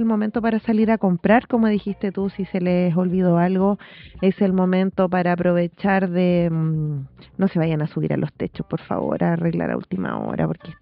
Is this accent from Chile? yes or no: yes; Elqui Valley, Coquimbo, Chile; soy del Valle de Elqui